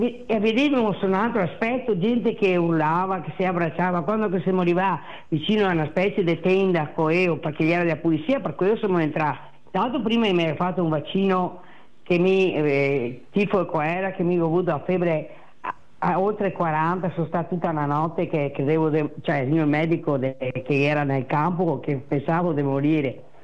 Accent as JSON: {"language": "Italian", "region": "Veneto", "country": "Italy", "accent": "Venetian dialect"}